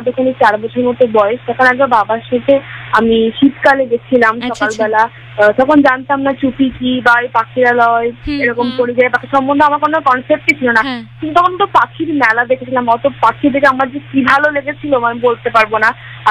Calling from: Maharashtra, India

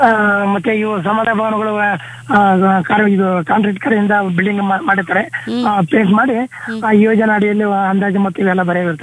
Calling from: Sandur, Karnataka, India

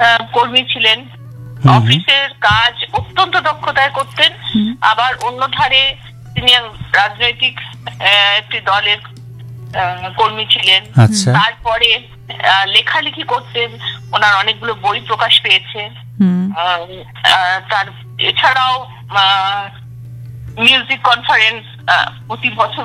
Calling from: Kolkata, West Bengal, India; আমি ঢাকুরিয়া থেকে

